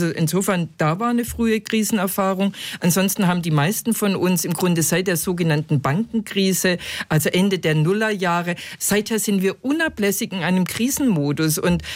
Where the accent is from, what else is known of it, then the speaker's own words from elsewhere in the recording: Germany; als Deutsche